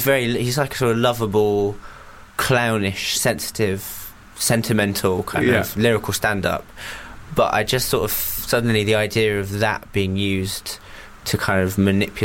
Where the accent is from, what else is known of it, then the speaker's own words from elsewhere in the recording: England, United Kingdom; born there; also born or lived in Japan; I grew up in Japan till I was eight, and then mm-hmm. we moved to England.